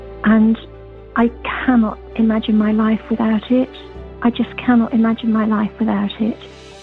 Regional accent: Enfield, London, United Kingdom; I'm from Enfield, Middlesex.

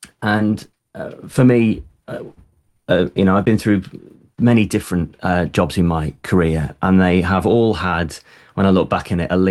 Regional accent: United Kingdom; we're very good as British people

